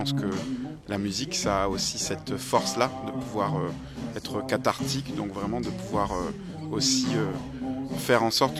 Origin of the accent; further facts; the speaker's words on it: Réunion; je suis chanteur, auteur-compositeur, je viens de l'île de la Réunion.